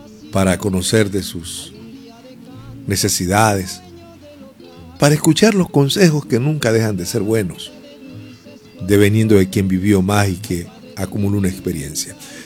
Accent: Esmeraldas, Ecuador; also born or lived in Manabí; llegué a Esmeralda, mi tierra

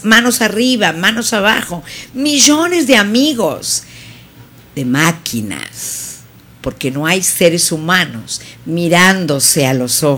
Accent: Argentina; En mi país, en Argentina

